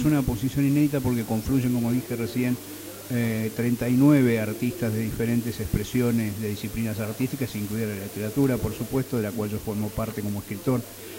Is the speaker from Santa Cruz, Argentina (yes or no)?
yes; Puerto Santa Cruz, Santa Cruz, Argentina; Yo vengo de Puerto Santa Cruz, sí, así es.